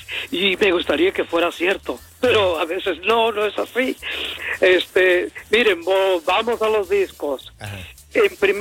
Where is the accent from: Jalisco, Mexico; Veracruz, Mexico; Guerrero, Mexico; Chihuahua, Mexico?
Guerrero, Mexico; born there; moved away; aunque los discos de español, que tenía yo de español, se quedaron en México. Sí. Yo nací en Guerrero, el estado de Guerrero. Uh-huh. Y allá se quedó mi colección de español.